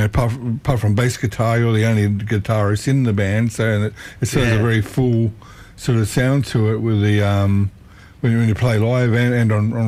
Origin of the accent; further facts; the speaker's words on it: Sydney, New South Wales, Australia; now in Freshwater, Sydney, Australia; South Sydney. I grew up in Lugano.